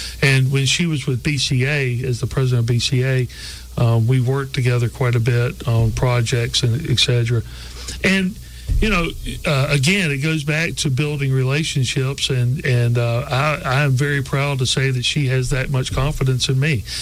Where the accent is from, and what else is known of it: Alabama, United States; born or raised there